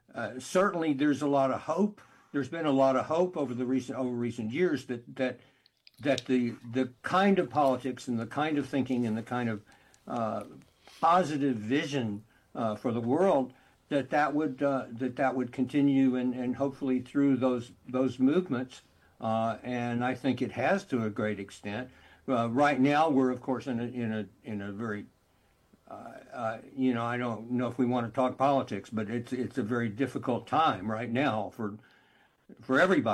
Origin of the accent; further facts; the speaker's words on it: Houston, Texas, United States; I was a Houston boy. I grew up in Houston, and my father was a newspaper man, and my mother was a leading Houston artist, and they had an art gallery